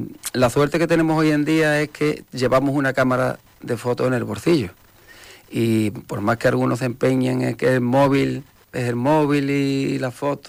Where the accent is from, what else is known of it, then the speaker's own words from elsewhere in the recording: Morón de la Frontera, Andalusia, Spain; Soy de Morón. me gusta y me encanta Morón